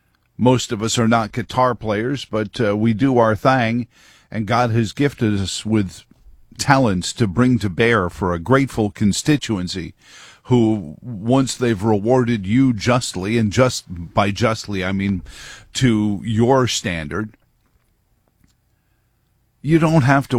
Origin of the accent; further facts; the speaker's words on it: New York City, New York, United States; Honestly, that's how we grew up in New York City, too.